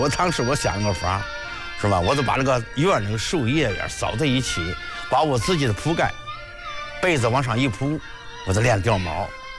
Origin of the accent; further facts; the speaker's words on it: Gaoyang, Hebei, China; also born or lived in Shijiazhuang; 我是1944年出生在河北省保定地区高阳县雷掌村。从我记忆当中，我们那儿地方非常的贫困，